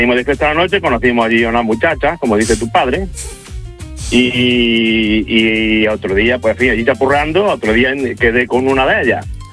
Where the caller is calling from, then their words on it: Jaén, Andalusia, Spain; yo soy de Jaén. Mi inglés es un poco.